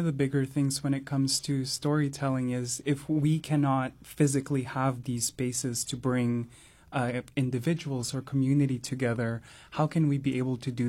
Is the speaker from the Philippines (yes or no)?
yes; Philippines; because I'm also Filipino, one of the things that I really had been contemplating when I was in undergrad is, why is our story as Filipinos and our contributions to the state often not documented from a film perspective?